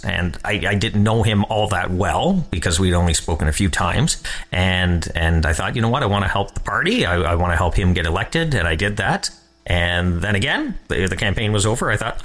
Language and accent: English; Bobcaygeon, Ontario, Canada; So I grew up in Bob Cajun, and I went to post-secondary for journalism, came back